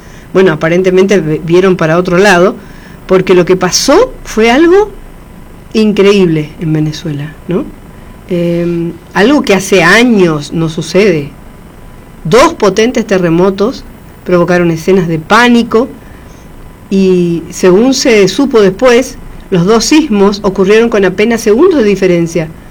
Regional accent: Argentina

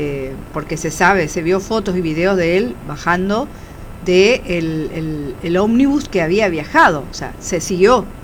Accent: Argentina; somos argentinos

